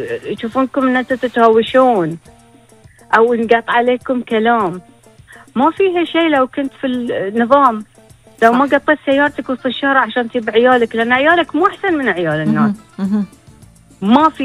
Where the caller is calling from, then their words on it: Bahrain; احنا بحرينيين والكل يحب اخلاقنا